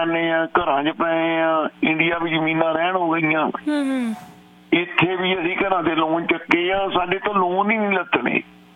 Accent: Punjab, India; ਪਰ ਅਸੀਂ ਪੰਜਾਬ ਦੇ ਵਿੱਚ ਵੀ ਤੇ ਇੱਥੇ ਵੀ ਕਰਜ਼ਾਈ ਹੋ ਗਏ ਆ ਜੀ

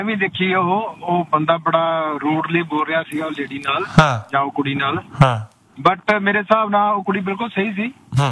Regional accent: Punjab, India; ਮੈਂ ਵੀ ਪੰਜਾਬੀ ਹਾਂ

